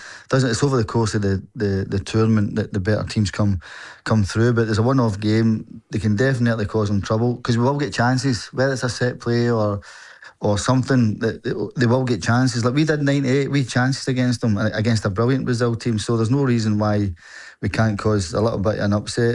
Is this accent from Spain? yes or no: no; Scotland, United Kingdom; growing up in Scotland, we're a small nation